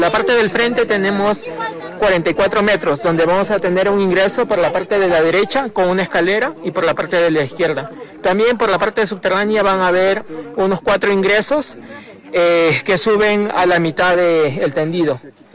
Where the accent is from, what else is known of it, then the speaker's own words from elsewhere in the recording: Ica, Peru; Yo soy de Ica, la ciudad de Ica.